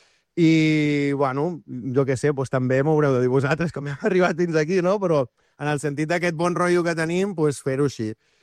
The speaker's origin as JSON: {"language": "Catalan", "town": "Arenys de Mar", "region": "Catalonia", "country": "Spain", "said": "Arenys de Mar, sempre. Capital de l'Almaresma. jo vaig començar amb això."}